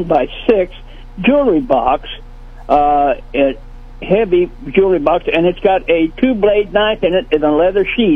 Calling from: Marshall, Missouri, United States; From Marshall

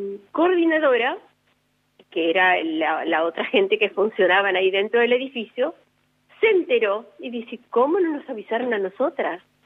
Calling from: Argentina; y somos la sociedad argentina

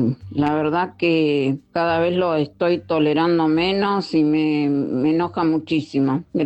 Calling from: San Miguel, Buenos Aires Province, Argentina; de San Miguel

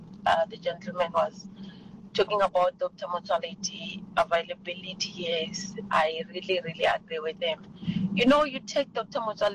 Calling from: Tzaneen, Limpopo, South Africa; As a South African

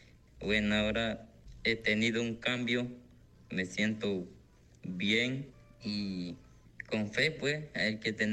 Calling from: Herrera, Panama; Cerca de Chitré.

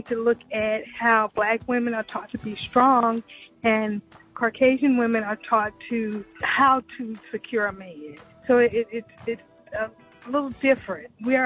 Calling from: Baton Rouge, Louisiana, United States; I'm calling from Baton Rouge.

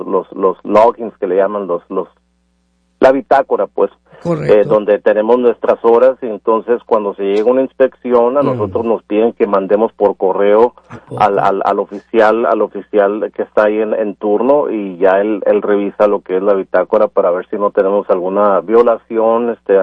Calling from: Vancouver, Washington, United States; Pues yo vivo en Vancouver, Washington, pero pues trabajo en Portland, tengo mis amigos en Portland

